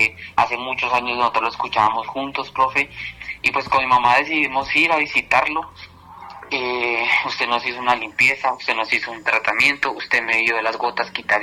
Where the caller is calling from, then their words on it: Copacabana, Antioquia, Colombia; Lo llamo por acá desde Copacabana, paciente suyo de Medellín.